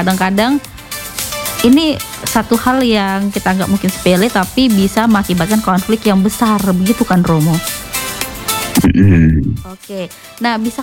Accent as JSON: {"language": "Indonesian", "town": "Medan", "region": "North Sumatra", "country": "Indonesia", "said": "Saya juga pribadi saya dari Medan ya, teman Pro 2. Jadi pas datang ke NTT tuh sedikit shock karena betapa rukunnya antar umat beragama di sini"}